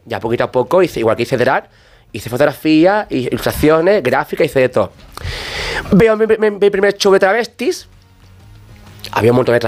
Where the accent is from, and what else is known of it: Alcalá de los Gazules, Andalusia, Spain; born or raised there